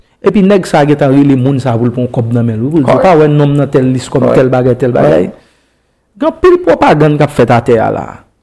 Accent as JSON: {"language": "French", "country": "Haiti", "said": "En tant que haïtien, en tant que monde qui fait analyse Kenson"}